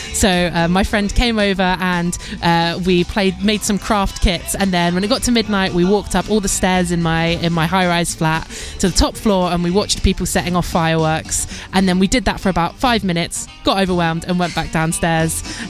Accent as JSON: {"language": "English", "region": "East of England", "country": "United Kingdom", "tie": "born or raised there", "said": "I feel like I grew up not far from Cambridge. I grew up in Bedfordshire."}